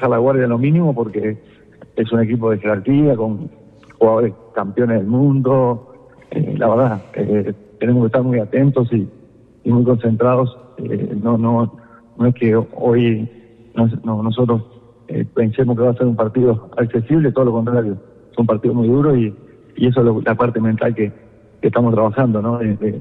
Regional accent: Uruguay; Bueno, soy uruguayo, como usted bien decía

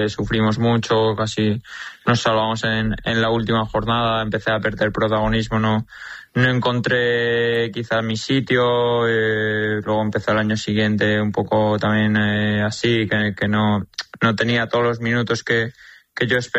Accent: Valencia, Valencian Community, Spain; porque al final yo me he criado allí, soy de Valencia y voy a ser de Valencia toda la vida

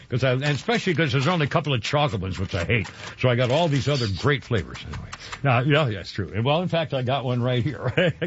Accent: New England, United States; growing up in New England

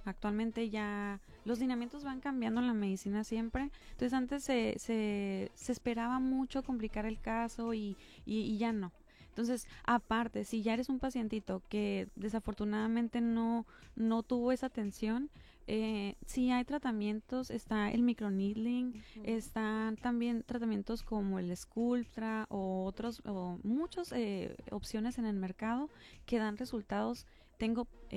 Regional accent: Sonora, Mexico; la otra vez estaban burlando de mí porque soy de Sonora y de repente digo plebes, ¿eh?

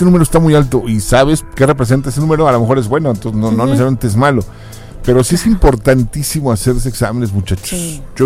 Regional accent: Mexico; somos el típico mexicano

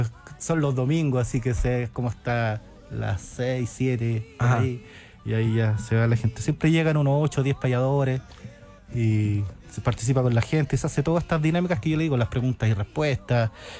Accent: Chile; nos acordamos de que somos chilenos

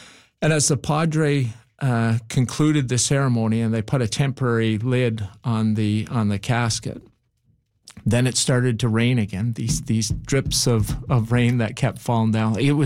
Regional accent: Newfoundland and Labrador, Canada; at the time knew I was from Newfoundland and had other obligations

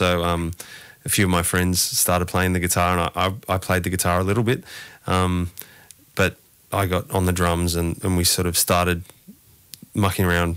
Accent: Castle Hill, New South Wales, Australia; In the hills. I grew up in Castle Hill.

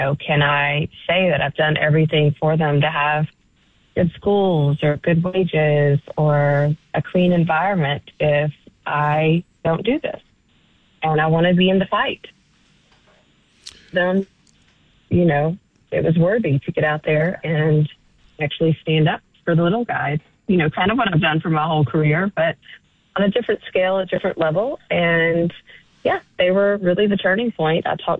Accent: Memphis, Tennessee, United States; also born or lived in Knoxville / Nashville; am the chief public defender here in Shelby County in Memphis. I am also on the Memphis City Council. I was born and raised here in Memphis.

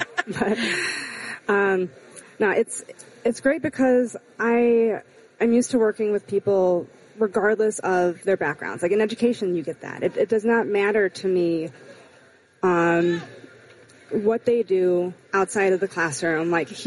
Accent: Bolingbrook, Illinois, United States; moved away as an adult; I grew up in Will County, so I'm originally from Bolingbrook, Illinois.

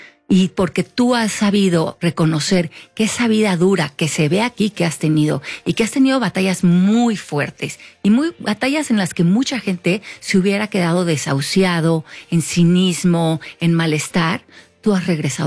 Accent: Mexico; pues no es tan obvio para nosotros a veces como mexicanos

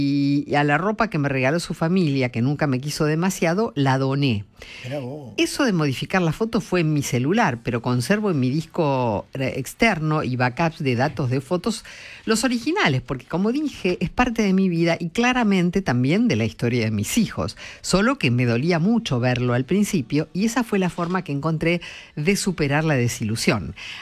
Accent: Colonia Ensayo, Entre Ríos, Argentina

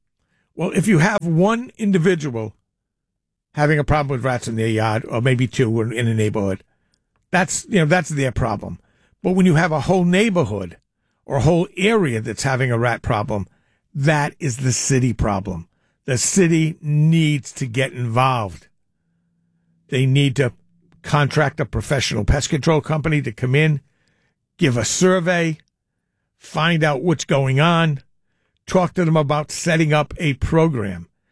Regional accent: East Providence, Rhode Island, United States; here in my hometown of East Providence

